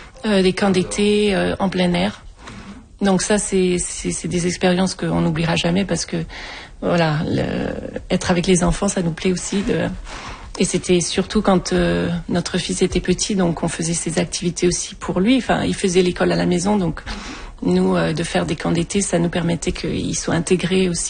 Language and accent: French; south of France, France; also born or lived in Belgium; Mais nous sommes partis de la Belgique et nous avons été vivre dans le sud de la France. Voilà, donc j'ai fait mes études là avec un professeur privé.